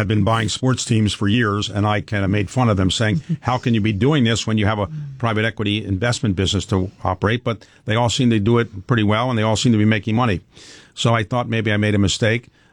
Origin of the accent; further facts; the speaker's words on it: Baltimore, Maryland, United States; Yes, I grew up in Baltimore.